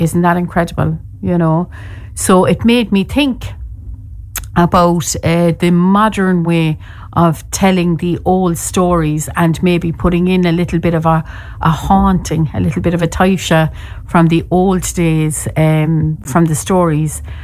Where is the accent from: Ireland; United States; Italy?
Ireland; Cork, Munster; Hello everybody … I am the storyteller from Cork and I'm in studio this week with Sean